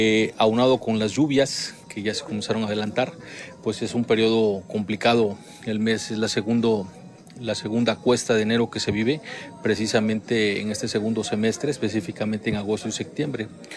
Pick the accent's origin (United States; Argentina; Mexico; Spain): Mexico; que pues como buenos mexicanos celebramos todo entre un 20 de noviembre y un 15 de septiembre.